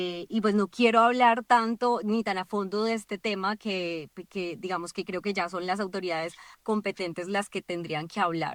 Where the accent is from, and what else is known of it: Colombia